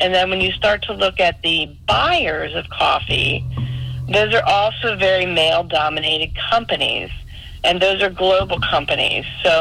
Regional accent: Chesapeake Bay area, United States; So early on, I grew up on the East Coast in the Chesapeake Bay area, and my family had been there forever, very traditional hunters, carvers

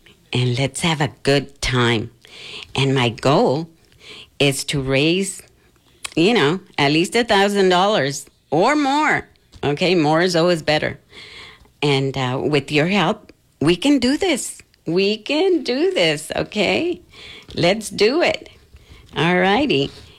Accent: California, United States; also born or lived in Texas; I'm a Tejana too. I was born in Texas, but raised in California.

